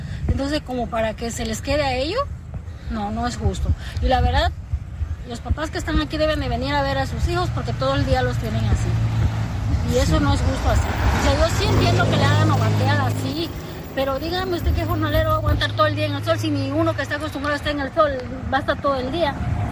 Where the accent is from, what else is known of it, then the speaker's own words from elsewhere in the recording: Campeche, Mexico; Nosotros salimos a las 4 de la tarde de trabajar y somos de Campeche y venimos a buscar